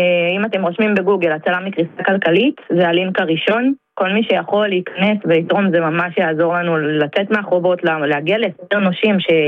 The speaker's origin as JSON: {"language": "Hebrew", "town": "Elad", "region": "Central District", "country": "Israel", "said": "אני מאלעד."}